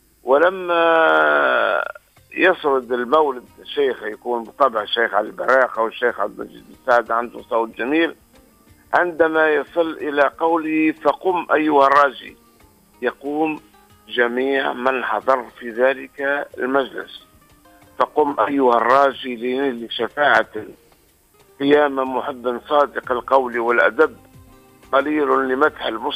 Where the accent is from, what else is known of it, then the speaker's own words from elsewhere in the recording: Tunisia; بلادنا تونس